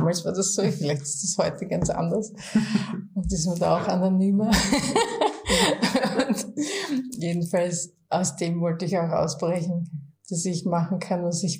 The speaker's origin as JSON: {"language": "German", "town": "Gillersdorf", "region": "Styria", "country": "Austria", "tie": "born or raised there", "said": "Okay, ja, mein Start war tatsächlich im ländlichen Raum, in einem kleinen Ort, der heißt Gillersdorf, an der Grenze Richtung Burgenland schon."}